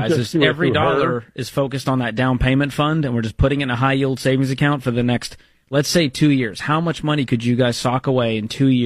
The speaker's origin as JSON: {"language": "English", "town": "Boston", "region": "Massachusetts", "country": "United States", "said": "I'm from the Boston area."}